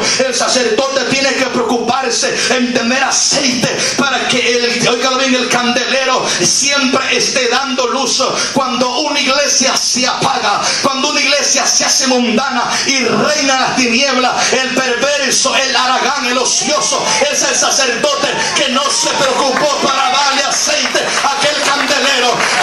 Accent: El Salvador; mi país, El Salvador

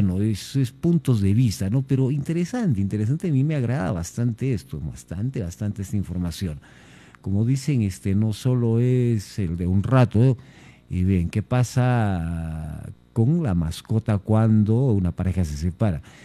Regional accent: Cusco, Peru; conociéndonos como cusqueños

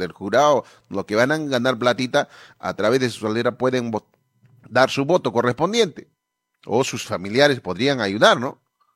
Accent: Peru; moved away; en mi tierra por lo menos era, pues, ¿cuánto? 38 soles se pagaba, 50 soles. Ahora dice que ya es, ya no es un distrito pobre. ¿Ah? El distrito de Cutirapi ya no es pobre.

